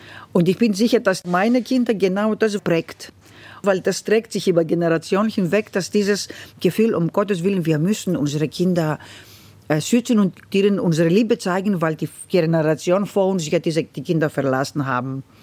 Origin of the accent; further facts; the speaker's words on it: Kavala, Eastern Macedonia and Thrace, Greece; Ich bin Jahrgang 60 geboren in Nordgriechenland, in einer Hafenstadt, Kavala heißt diese sehr schöne Hafenstadt, in einer großen Freiheit, mit sehr viel Spiel, aber mit auch mit sehr großer Armut sind wir aufgewachsen.